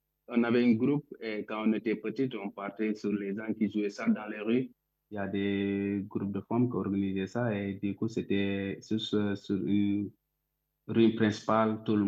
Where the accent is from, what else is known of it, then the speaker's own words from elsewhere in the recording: Dakar, Senegal; moved away as an adult; now in Essaouira, Morocco; Oui, en fait, j'étais au Sénégal, j'ai grandi à Dakar et j'étais un joueur de foot.